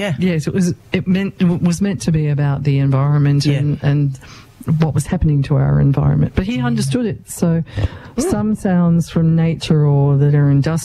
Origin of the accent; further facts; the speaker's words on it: Sydney, New South Wales, Australia; I grew up in Sydney